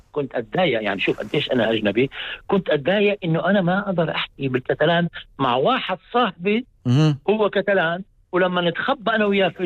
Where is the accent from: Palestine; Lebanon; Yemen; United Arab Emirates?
Palestine; now in Spain; فأنا طبعا من زي بتعرف كفلسطيني أنا تضامن معهم